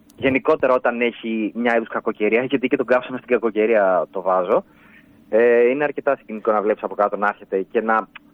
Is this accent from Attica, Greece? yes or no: no; Alexandroupoli, Eastern Macedonia and Thrace, Greece; Εγώ είμαι από Αλεξανδρούπολη.